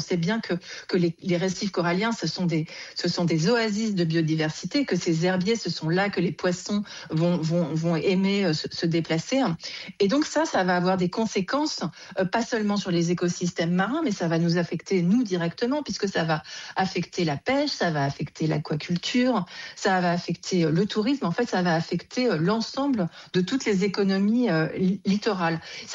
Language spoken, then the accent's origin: French; France; chez nous en France